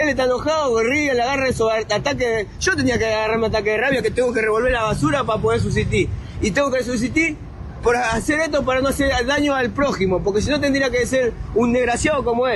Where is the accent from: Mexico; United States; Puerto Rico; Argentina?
Argentina; Primero le diría que como argentino la verdad que me da vergüenza. Me da vergüenza como argentino tener que estar revolviendo dentro de un tacho de basura